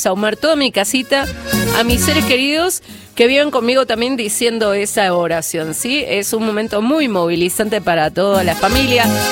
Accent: Palpalá, Jujuy, Argentina; now in Bragado, Argentina; Soy jujeña. Soy jujeña viviendo en Bragado, en Buenos Aires. Y vos sabés que desde hace años, y gracias a mis sobrinas que vinieron a vivir a Capital, me iniciaron en esta hermosa costumbre. Resulta que cuando vivía en Palpalá

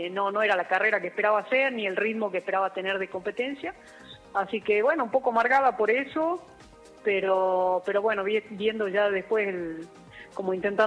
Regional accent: Jujuy, Argentina; soy jujeña

